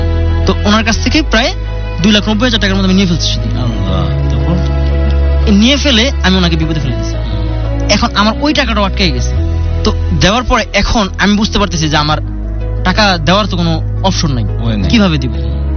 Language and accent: Bangla; Bhola, Barisal Division, Bangladesh; আমার home district হচ্ছে ভোলাতে।